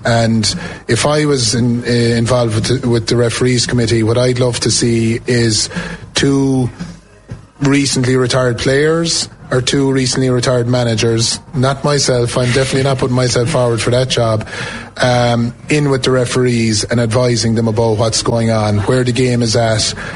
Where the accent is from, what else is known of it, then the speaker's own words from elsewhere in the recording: Lixnaw, Munster, Ireland; I come from Lixnaw. I come from a hurling area.